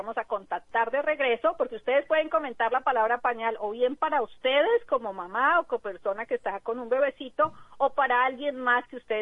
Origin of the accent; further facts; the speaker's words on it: Colombia; moved away; De hecho, en Colombia la celebramos el último domingo de mayo